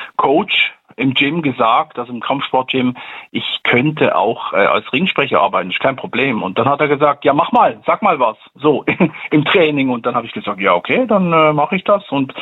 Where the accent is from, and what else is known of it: Switzerland